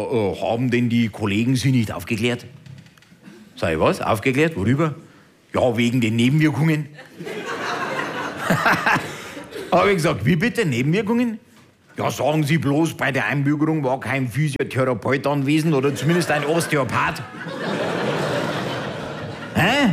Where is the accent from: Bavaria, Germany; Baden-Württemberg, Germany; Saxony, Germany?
Bavaria, Germany; Deggendorf; Bin am Vortag im Landratsamt Deckendorf in meinem Heimatlandkreis eingebürgert worden.